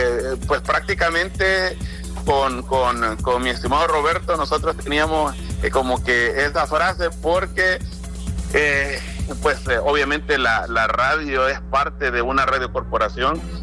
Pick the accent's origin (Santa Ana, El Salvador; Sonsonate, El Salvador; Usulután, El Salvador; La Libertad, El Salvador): Usulután, El Salvador; yo soy de acá de Usulután, pero yo soy originario de Usulután y desde Usulután viajaba hasta San Miguel